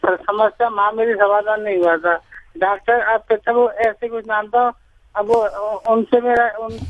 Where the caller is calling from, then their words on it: Mathura, Uttar Pradesh, India; मैं सर कृष्णनगर में मथुरा में रहता हूँ।